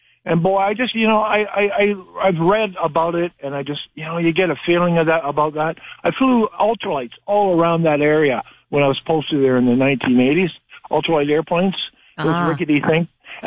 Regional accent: British Columbia, Canada; I'm in Alberta now, but I was born and raised in Vancouver Island, and I had an encounter with my native buddy.

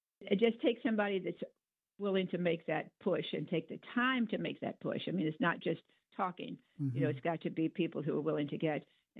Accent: Dallas, Texas, United States; also born or lived in the South; I'm not from Youngstown. I grew up in the South. My parents are Southerners, Alabama, South Carolina, North Carolina. I grew up in Dallas, Texas.

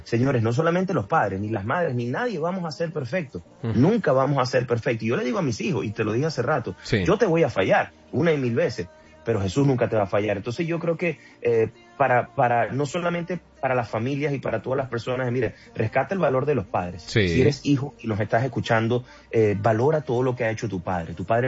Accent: Venezuela; oro por el país hermano de Colombia, yo soy venezolano, uh-huh.

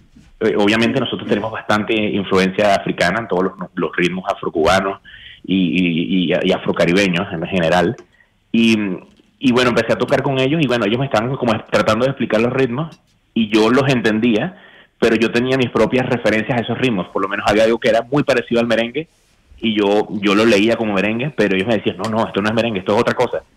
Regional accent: Caracas, Capital District, Venezuela; now in Australia; Yo soy de Caracas

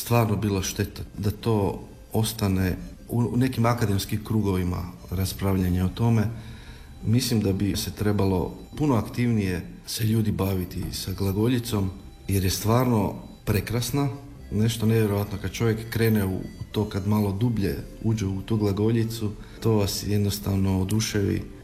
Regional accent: Skopje, North Macedonia; ja sam odrastao u Skoplju, u obitelji janjevačkih Hrvata.

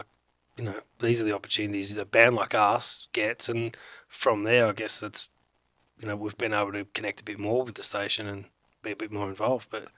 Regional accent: Bendigo, Victoria, Australia; moved away as an adult; Well, I moved to this area when I met my wife because I'm from Bendigo.

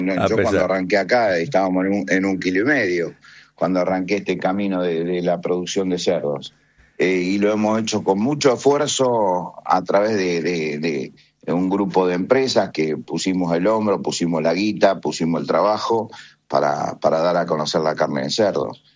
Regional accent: Argentina

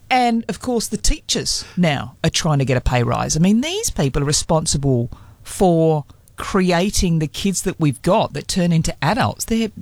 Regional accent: England, United Kingdom; now in Australia; That's all I'm saying because I'm English.

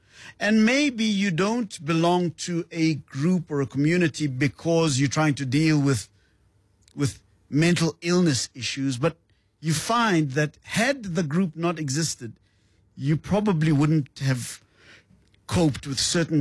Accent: Mamelodi, Gauteng, South Africa; I want to tell you a story about a guy when I was growing up in Mamelodi who was a bit antisocial.

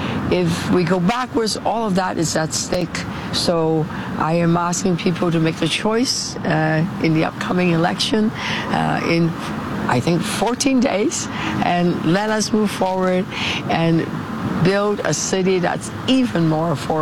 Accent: Toronto, Ontario, Canada; I grew up in St. Jamestown.

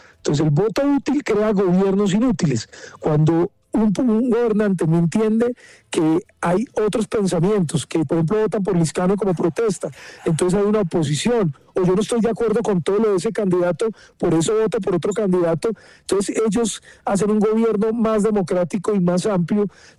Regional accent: Caldas, Colombia; Y la gente pues en Caldas, de donde yo soy, pues la verdad, hermano, muy querida conmigo, muy afectuosos.

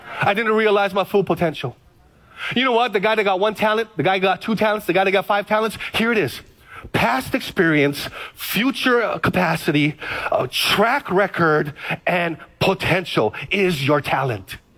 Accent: Hawaii, United States; now in Kaneohe, United States; I'm from the Big Island, FBI. Kaneohe, I'm in Kaneohe. I get plenty of rain.

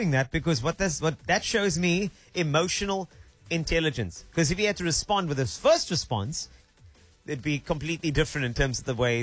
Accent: South Africa; South Africa, we will find a place to braai in anything, on anything, anywhere. That's who we are.

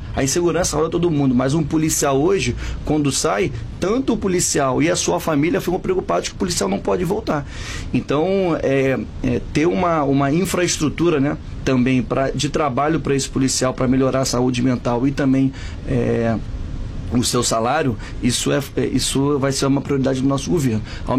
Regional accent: Nova Iguaçu, Rio de Janeiro, Brazil; also born or lived in Campo Grande; sou nascido e criado na Baixada Fluminense, no quilômetro 32 de Nova Iguaçu. Mas 10 anos de idade eu fui morar em Campo Grande

